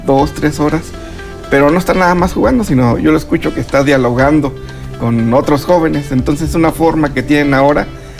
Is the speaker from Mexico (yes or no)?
yes; Pedro Escobedo, Querétaro, Mexico; Yo soy del municipio de Pedro Escobedo.